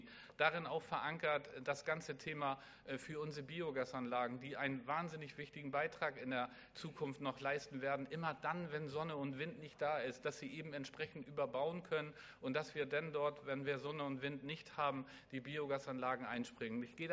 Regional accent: Schleswig-Holstein, Germany; Aber es ist folgerichtig, dass wir als Schleswig-Holsteiner vorangehen. Weil wenn nicht wir, wer denn überhaupt sonst?

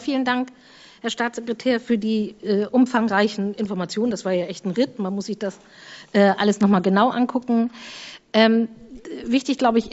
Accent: Schleswig-Holstein, Germany; Und ich komme auch aus Ostholstein

